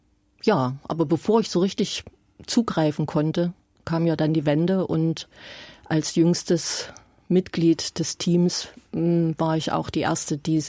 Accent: Thuringia, Germany; born there; moved away; also born or lived in Ore Mountains, Saxony; Ich bin in Thüringen aufgewachsen und dann ins Erzgebirge verfrachtet worden, weil meine Mutter noch mal geheiratet hat.

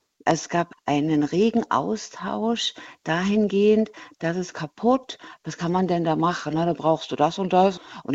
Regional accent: Thuringia, Germany; now in Potsdam, Germany; gebürtig in Thüringen. Und wohne jetzt in Potsdam.

